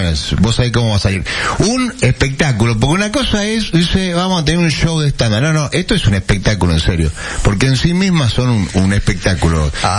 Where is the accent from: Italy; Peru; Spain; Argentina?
Argentina; Salta; Yo soy nacido, criado, también soy muy salteño, no se me ve así, pero soy muy salteño.